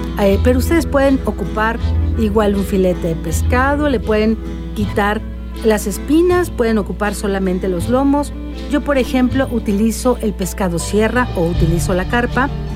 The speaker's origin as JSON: {"language": "Spanish", "region": "Mexico City", "country": "Mexico", "said": "Yo vengo de Xochimilco y soy cocinera chinampera"}